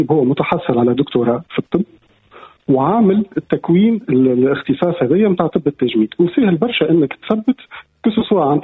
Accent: Tunisia; عندنا في تونس

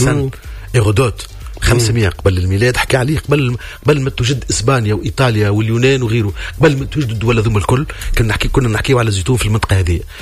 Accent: Tunisia; هوني في تونس

